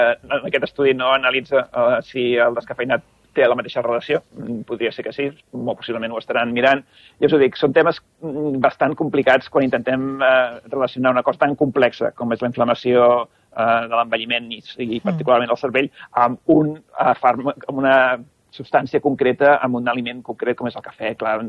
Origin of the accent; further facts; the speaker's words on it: England, United Kingdom; Jo sóc anglès, prenc te.